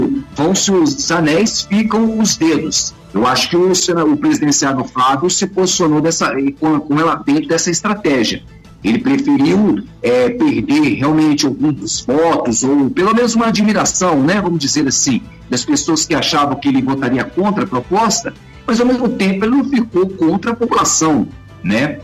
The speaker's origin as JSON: {"language": "Portuguese", "region": "Minas Gerais", "country": "Brazil", "tie": "born or raised there", "also_born_or_lived": "São Paulo"}